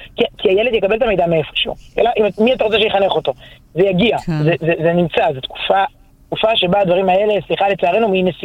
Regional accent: Herzliya, Tel Aviv District, Israel; מאז שחזרתי בתשובה, זה משפט קצת קשה, שהילדות שלי כילדה חילונית בהרצליה, לפני 30 ומשהו שנה

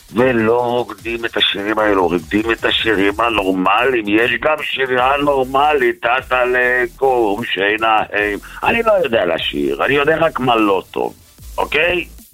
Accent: Jerusalem, Jerusalem District, Israel; אני בן ירושלים

